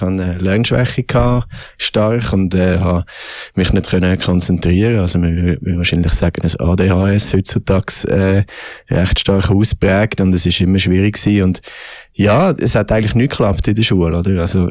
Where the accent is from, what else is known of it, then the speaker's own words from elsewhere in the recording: Zurich, Switzerland; also born or lived in Bern; Ich bin in Bern geboren, genau. Bin dann bis im Kindergarten da gewesen. Mein Vater ist Pfarrer, meine Mutter Lehrerin. Und eigentlich die grosse Änderung ist gewesen, wo wir dann ins Zürich-Biet sind gezügelt.